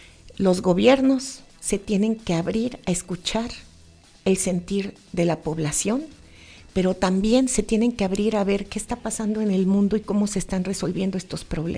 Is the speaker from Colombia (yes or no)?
no; Cuernavaca, Morelos, Mexico; Cuernavaca, Morelos, que es mi tierra